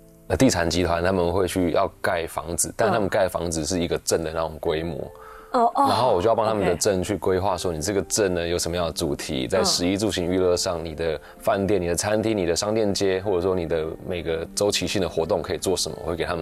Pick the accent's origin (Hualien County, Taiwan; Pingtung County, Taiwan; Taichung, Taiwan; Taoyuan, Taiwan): Taichung, Taiwan; Houli; 我不确定后里，我说他乡下大家有没有同意？可是我觉得我在乡下长大的小孩